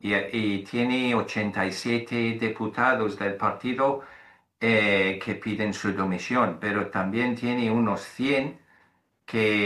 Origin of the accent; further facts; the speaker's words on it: United Kingdom; Spanish is a second language; Pero las elecciones que se celebró el jueves pasado en mi país eran locales en Inglaterra y en Gales y Escocia eran autonómicas.